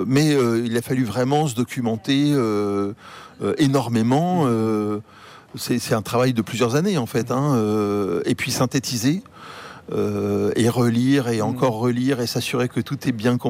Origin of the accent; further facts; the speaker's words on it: Martinique; moved away; moi, j'ai grandi à la Martinique et j'y retourne régulièrement.